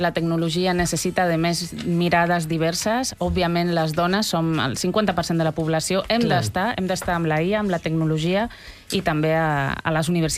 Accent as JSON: {"language": "Catalan", "town": "Madrid", "region": "Community of Madrid", "country": "Spain", "second_language": "Catalan", "moved": "yes", "said": "Soc de Madrid"}